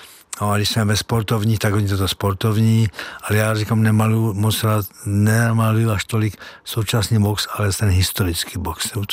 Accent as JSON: {"language": "Czech", "town": "Moravský Žižkov", "region": "South Moravian Region", "country": "Czechia", "tie": "born or raised there", "moved": "yes", "said": "Já pocházím také ze Slovácka, z Moravského Žižkova, z Vinařské obce"}